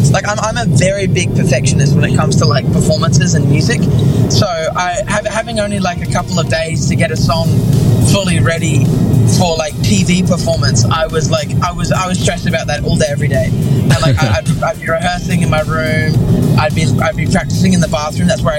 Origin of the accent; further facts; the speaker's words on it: Doonan, Queensland, Australia; Yeah, that's it. We're just coming from Doonan right now.